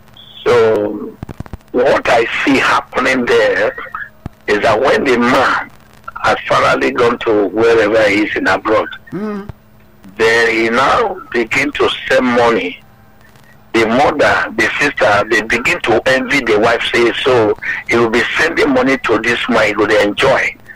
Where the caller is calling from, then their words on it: Badore, Lagos, Nigeria; I'm calling from Badore Power Site.